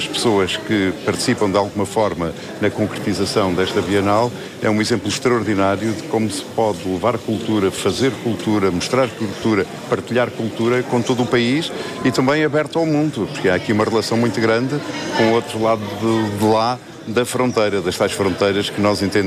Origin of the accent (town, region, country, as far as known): Portugal